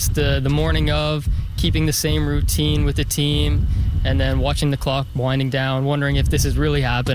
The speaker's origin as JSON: {"language": "English", "town": "Sydney", "region": "Nova Scotia", "country": "Canada", "said": "I'm from Sydney, Nova Scotia."}